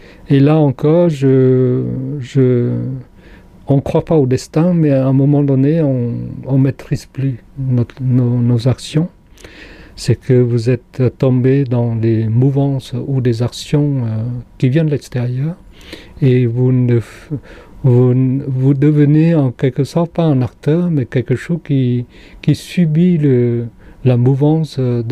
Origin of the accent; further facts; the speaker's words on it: Cambodia; now in France; j'ai quitté le Cambodge comme sur quelque chose que je ne maîtrisais pas du tout. Et même en arrivant en France au bout de 3 ans, j'ai fait des cauchemars presque tous les soirs